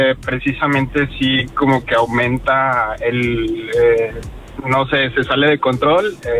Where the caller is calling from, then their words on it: Monterrey, Nuevo León, Mexico; de Monterrey.